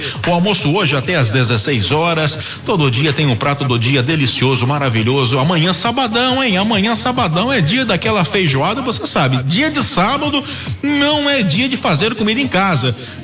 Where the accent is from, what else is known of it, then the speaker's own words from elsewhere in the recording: São Paulo, Brazil; É o futebol de São Paulo, somos paulistas.